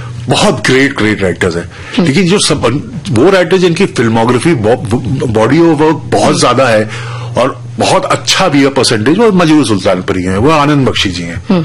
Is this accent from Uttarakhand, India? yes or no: yes; Uttarakhand, India